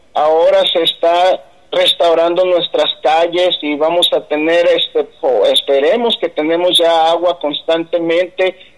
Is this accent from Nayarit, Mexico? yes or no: yes; Punta de Mita, Nayarit, Mexico